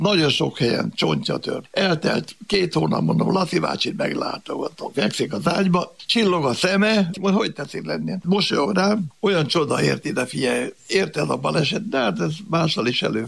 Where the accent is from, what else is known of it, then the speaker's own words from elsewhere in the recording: Demecser, Szabolcs-Szatmár-Bereg, Hungary; born there; also born or lived in Nyíregyháza; Visszamentünk Demecserbe, ott születtem